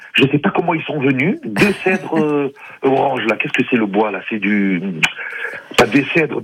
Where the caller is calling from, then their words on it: Aixe-sur-Vienne, Nouvelle-Aquitaine, France; Je vous appelle d'Aix-sur-Vienne.